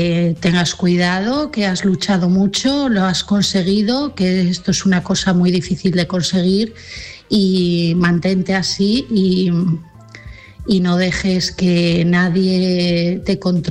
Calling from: Asturias, Spain; de Asturias

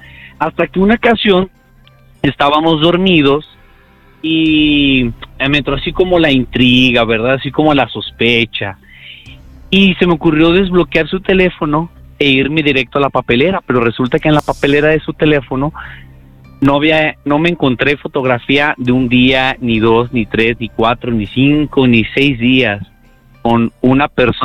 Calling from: Guadalajara, Jalisco, Mexico; De Guadalajara, Jalisco

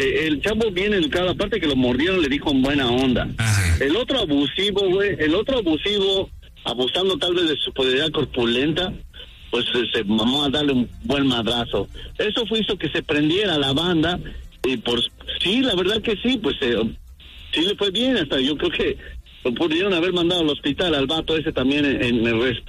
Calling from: Phoenix, Arizona, United States; Aquí de Phoenix, Arizona.

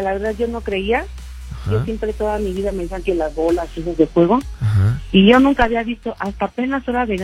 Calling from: Temascalapa, State of Mexico, Mexico; No, estoy en el Estado de México.

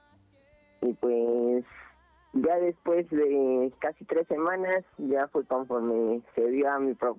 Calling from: Toluca, State of Mexico, Mexico; De por acá, de Toluca.

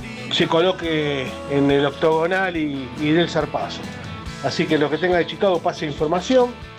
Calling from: San Luis, Argentina; acá de San Luis

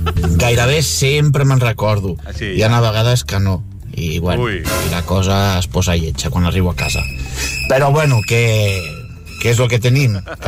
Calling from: Badalona, Catalonia, Spain; de Badalona.

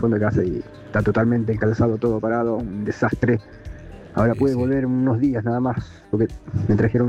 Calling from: Merlo, Buenos Aires Province, Argentina; de Merlo.

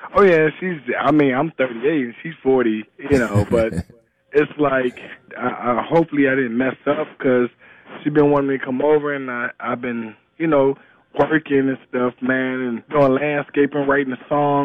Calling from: Flint, Michigan, United States; I'm calling from Flint, Michigan, man.

